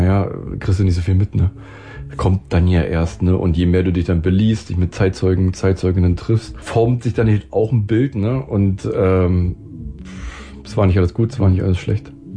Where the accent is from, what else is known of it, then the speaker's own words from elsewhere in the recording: East Germany, Germany; born there; Ich bin ja auch im Land geboren, was es gar nicht mehr gibt, wenn du so willst.